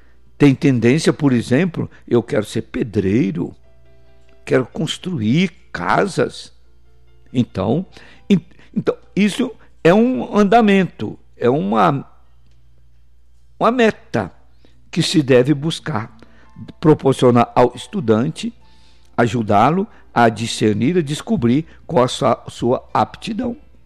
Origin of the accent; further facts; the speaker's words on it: Bom Despacho, Minas Gerais, Brazil; Somos mineiros, somos brasileiros, somos bondespachenses